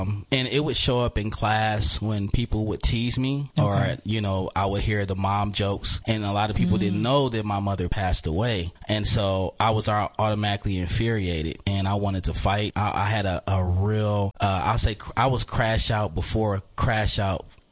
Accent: Oakland, California, United States; also born or lived in Reno, Nevada; I am from Oakland, California. Grew up in West Oakland.

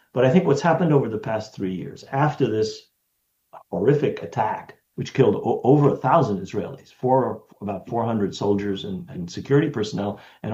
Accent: United States; I grew up in the United States where to be Palestinian was taboo, forbidden, castigated.

